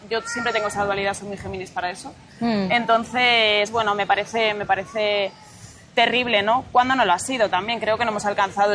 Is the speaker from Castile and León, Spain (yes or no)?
yes; Segovia, Castile and León, Spain; Sí, yo soy de Segovia.